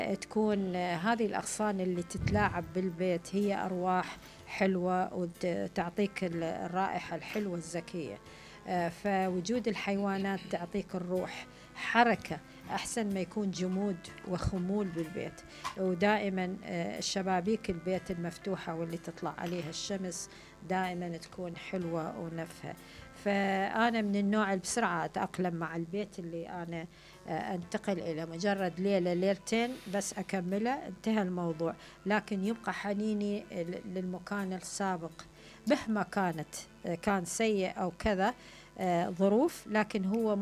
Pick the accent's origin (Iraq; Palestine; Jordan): Iraq; فالبيوت أيضا إحنا عندنا في العراق كنا البيوت فيها أشكال وألوان